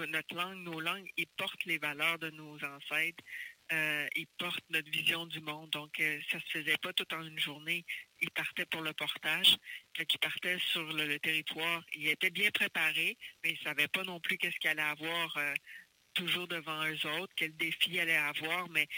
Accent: Mashteuiatsh, Quebec, Canada; Pour moi, je suis Innu de Mastouyat.

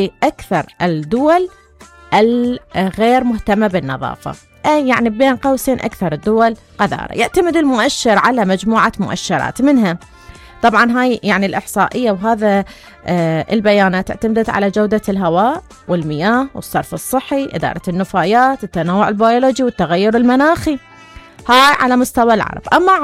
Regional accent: Iraq; بلدنا العراق

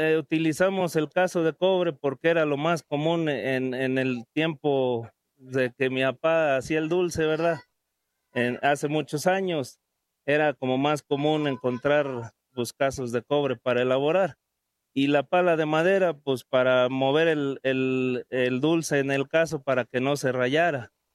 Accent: Bernal, Querétaro, Mexico; Somos del estado de Querétaro, del municipio de Ezequiel Montes, de la delegación de Peña de Bernal.

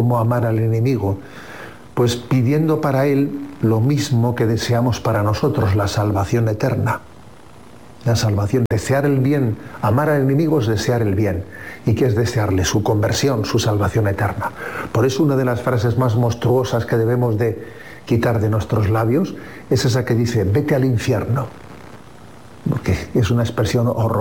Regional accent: San Sebastián, Basque Country, Spain; la prisión de mi ciudad natal, ¿no?, de San Sebastián

